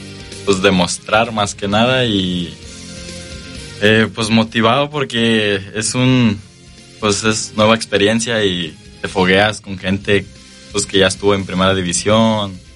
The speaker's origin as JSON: {"language": "Spanish", "region": "Veracruz", "country": "Mexico", "tie": "born or raised there", "said": "Yo sé que acá en Veracruz es una plaza muy, muy grande, mucha gente, mucha afición, muy, pues sí, mucha gente que le gusta el fútbol y pues igual es pues donde nací, mi tierra."}